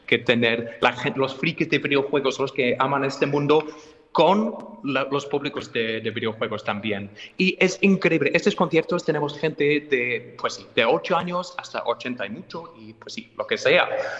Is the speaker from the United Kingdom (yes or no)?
yes; England, United Kingdom; Spanish is a second language; Yo soy de Inglaterra, pero me siento muchísimo mejor como español adoptado